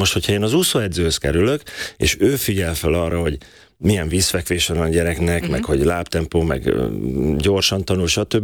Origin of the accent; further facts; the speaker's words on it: Szeged, Csongrád-Csanád, Hungary; Igen, én törzsgyökeres szegedi vagyok, én mindig is Szegedinek fogom magam vallani. Ott van az alma máterem, ott jártam ki az iskoláimat, gimnáziumig.